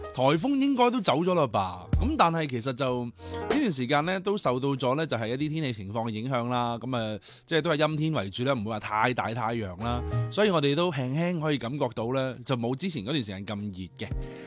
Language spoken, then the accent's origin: Cantonese; Guangdong, China; 离开我哋广东，我哋广东人